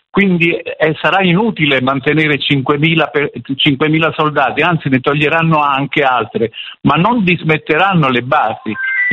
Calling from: Tuscany, Italy; Siamo dalla Lunigiana, a poche decine di chilometri dal campo d'Arby, vicino Livorno.

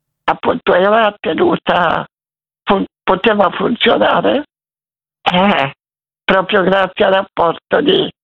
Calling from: Como, Lombardy, Italy; Sono di Como.

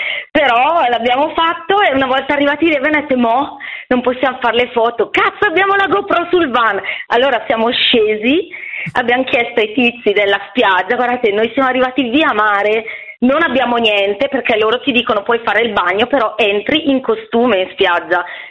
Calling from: Bergamo, Lombardy, Italy; Sono da Bergamo.

